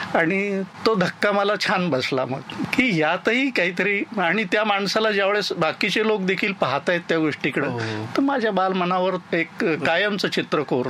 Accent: Sangamner, Maharashtra, India; मी संगमनेरचा आणि संगमनेरमध्येच माझं लहानपण गेलं. संगमनेर त्या टायमाला खूपच छोटं गाव होतं. प्रवरा नदी, म्हाळुंगी नदी वाहत होत्या त्या टायमाला आणि संगम तिथे असल्यामुळेच त्याला संगमनेर म्हणतात.

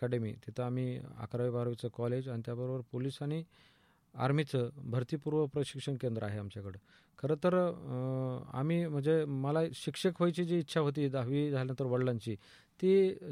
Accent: Maharashtra, India; moved away as an adult; also born or lived in Nannaj; now in Chhatrapati Sambhajinagar, India; माझं बालपण जे आहे ते जामखेड तालुका आणि धोंडपारगाव या खेडेगावामध्ये झालं। तसं मी खेडेगावातूनच आहे, पण व्यवसायाच्या निमित्तानं मी संभाजीनगर शहरामध्ये वाळूजा माडीशीला गेलो

